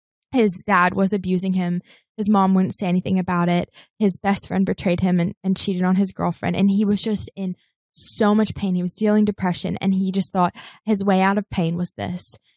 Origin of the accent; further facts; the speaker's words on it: New Zealand; moved away as an adult; now in Los Angeles, United States; several years ago, I just moved to LA. I grew up in New Zealand, moved to LA.